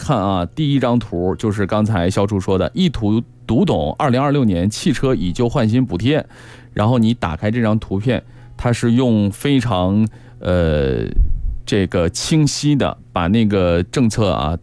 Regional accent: Jilin, China; moved away; 因为我妈在老家，就是在北方，我是吉林人

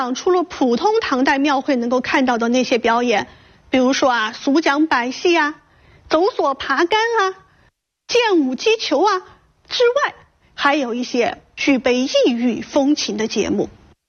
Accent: Chengdu, Sichuan, China; 咱们成都人在为这些外来的幻术叫好之余啊，想必绝不会让外来的和尚占尽了风头。我们啊，也是一座藏龙卧虎的城市

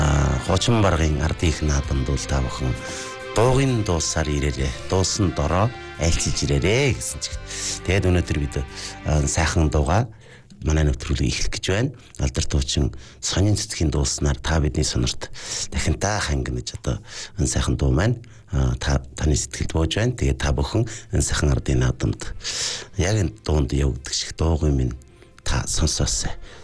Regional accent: Hulunbuir, Inner Mongolia, China

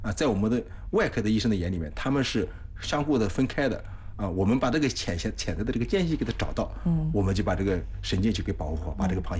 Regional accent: Anhui, China; 季老师也是我们安徽人

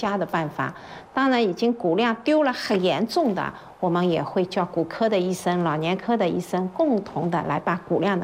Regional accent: China; 我们中国人

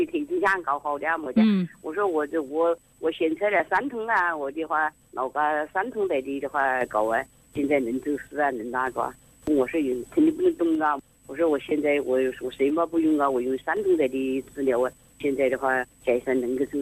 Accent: Hanchuan, Hubei, China; now in Jinshan, China; 我老家是汉川人，我们在金山来了40多年了，我们现在在金山。

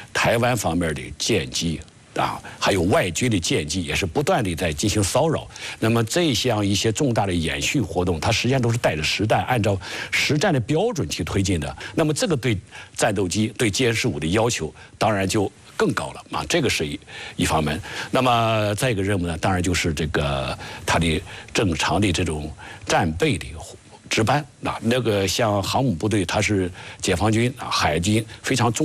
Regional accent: China; 亲手抚摸一下我们中国人造的航空母舰

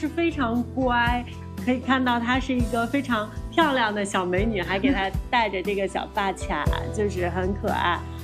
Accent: Hebei, China; 那我是河北人啊

